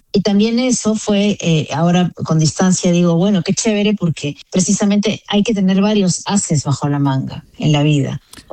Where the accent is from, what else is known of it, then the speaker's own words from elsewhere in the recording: Peru; moved away as an adult; now in Switzerland; yo soy peruana, como tú también. Peruana, tengo 5 años viviendo acá en Suiza.